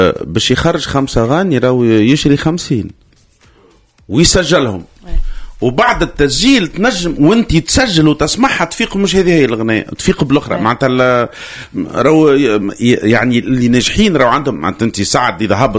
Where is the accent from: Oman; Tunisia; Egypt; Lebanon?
Tunisia; احنا في تونسي